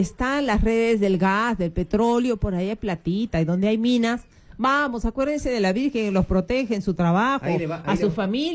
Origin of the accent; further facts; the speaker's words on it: Lima, Peru; Soy de Lima, pero de mi papá, Lima.